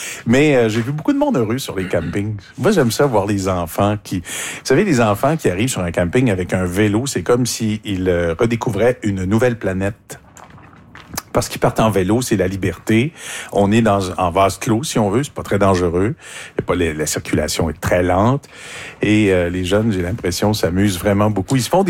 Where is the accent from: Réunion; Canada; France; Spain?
Canada; Quebec; Il y a 3 parcs éoliens situés chez nous, au Bas-Saint-Laurent, qui font partie de cette entente-là.